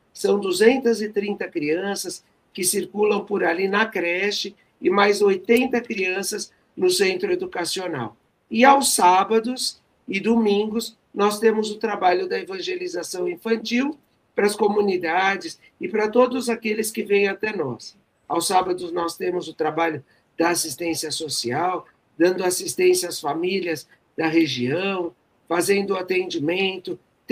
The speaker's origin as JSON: {"language": "Portuguese", "region": "São Paulo", "country": "Brazil", "said": "Eu sou aqui de São Paulo, do Grupo Espírita Caibachuto"}